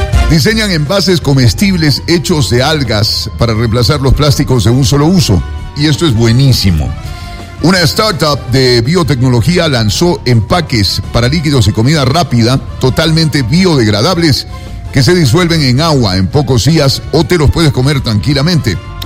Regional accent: Quito, Pichincha, Ecuador

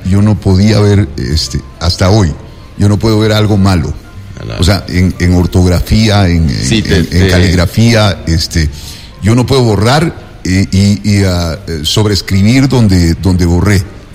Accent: Quito, Pichincha, Ecuador; yo soy quiteño, pero no soy ganadero.

